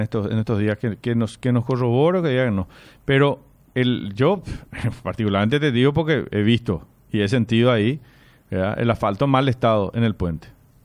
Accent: Ciudad del Este, Alto Paraná, Paraguay; Soy de Ciudad del Este, nací acá, paso el puente hace 35 años.

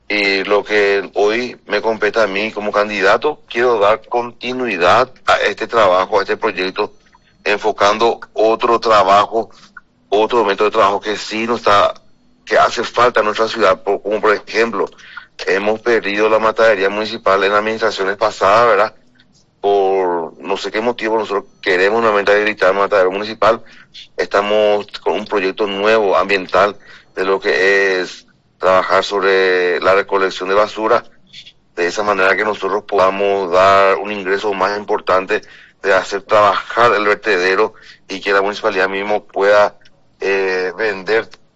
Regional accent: Paraguay; nosotros, como vadeños y como paraguayos

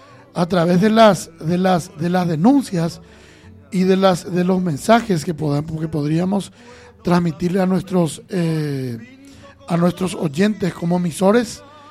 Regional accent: Paraguay

